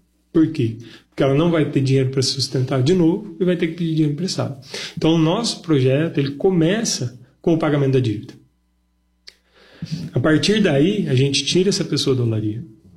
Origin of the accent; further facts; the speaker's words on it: Brazil; Eu, como um bom brasileiro, um bom apreciador de café, né